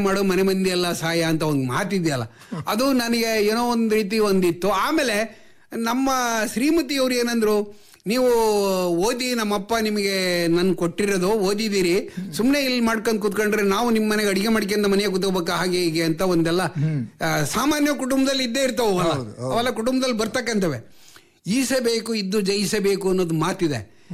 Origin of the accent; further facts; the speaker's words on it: Shivamogga district, Karnataka, India; ಇಲ್ಲಿ ನಮ್ಮಲ್ಲೆಲ್ಲ ಏನಂದ್ರೆ social belt ಇದು, ಸೋಷಿಯಲ್ ಕಲ್ಚರ್ ಇರ್ತಕ್ಕಂಥ ಬೆಲ್ಟ್ ಇದು ನಮ್ಮ ಶಿವಮೊಗ್ಗ ಜಿಲ್ಲೆ.